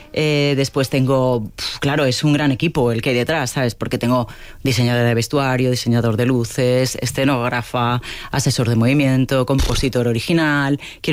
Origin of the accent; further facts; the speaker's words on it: Palma, Balearic Islands, Spain; born there; Sí, soy de Son Gotleu